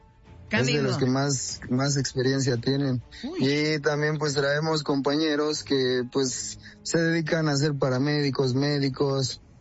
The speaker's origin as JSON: {"language": "Spanish", "town": "San José de Gracia", "region": "Michoacán", "country": "Mexico", "said": "Yo soy de San José de Gracia, Michoacán."}